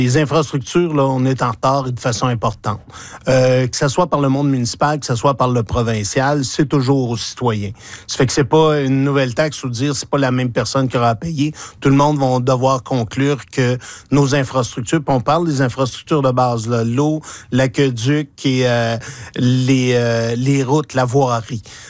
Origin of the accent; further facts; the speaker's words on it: Sainte-Catherine-de-Hatley, Quebec, Canada; chez nous, à Sainte-Catherine-d'Atlée